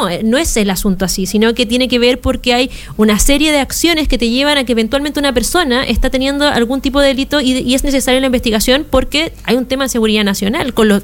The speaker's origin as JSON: {"language": "Spanish", "region": "Valparaíso", "country": "Chile", "said": "somos porteñas, nos duele mucho lo que pasó, porque somos locales en Valparaíso, en Rodelillo"}